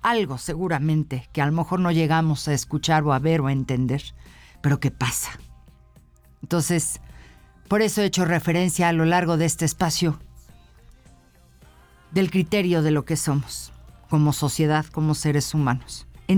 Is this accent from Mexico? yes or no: yes; Mexico